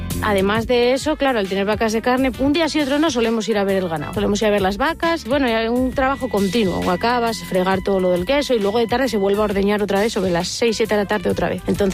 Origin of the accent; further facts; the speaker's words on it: Pola de Siero, Asturias, Spain; born there; soy nacida en Pola de Siero, cerca de Oviedo. Venía de montaña, conocí a un pastor y me quedé.